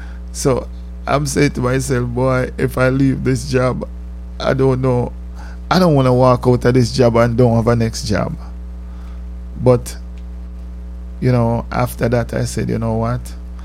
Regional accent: Jamaica; moved away as an adult; it's because I'm Jamaican. Yeah, I know you all believe that I come on this banana boat, but let me tell you something. I came on a plane to this country.

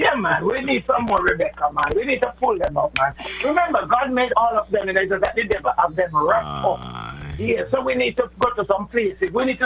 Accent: Jamaica; born there; I was born in Shatter. That little district when you go Palmer's Cross, make a left.

